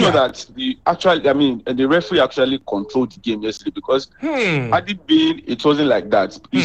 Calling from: Tanke, Kwara, Nigeria; from Tanke.

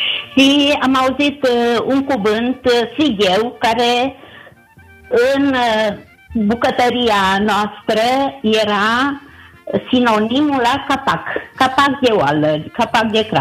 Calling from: Jula, Cluj County, Romania; acasă la Jula, noi fiind sate vecine, dar la noi în sat nu se folosea sireu

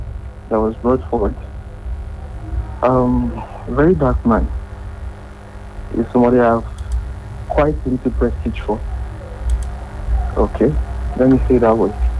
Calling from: Goma, North Kivu, DR Congo; calling from Goma.

